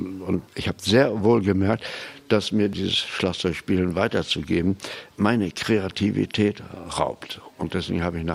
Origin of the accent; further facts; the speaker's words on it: Varel, Lower Saxony, Germany; Ja, mein Vater war Chef vom Bahnhof irgendwie und ich bin an der Bahnschranke aufgewachsen, zur Schule gegangen